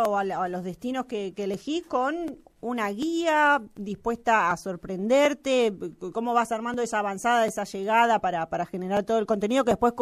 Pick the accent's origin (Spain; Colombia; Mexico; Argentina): Argentina